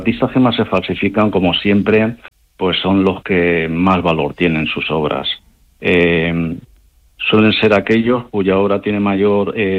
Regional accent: Valencian Community, Spain; Y ya, como valencianos, reservándonos de la comunidad valenciana, pues por ejemplo Sorolla

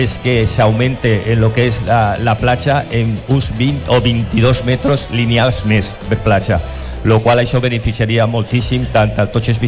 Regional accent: El Perelló, Catalonia, Spain; i a on vas, quan dius, d'on eres? Del Perelló.

